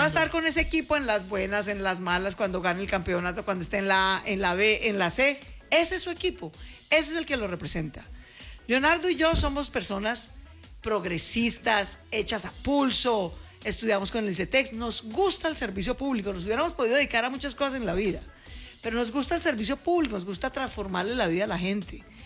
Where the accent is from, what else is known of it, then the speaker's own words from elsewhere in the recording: Colombia; Pero somos colombianos que, además de creer en el cambio y en la reforma social, también creen que la seguridad es un derecho